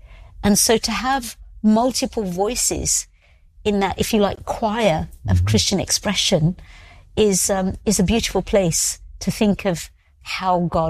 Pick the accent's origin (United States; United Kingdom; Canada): United Kingdom; England; born there; Because in Britain, I'd always been black. You know, from my birth, I was born here in England. And then I get to the US and they say, oh, you're not black.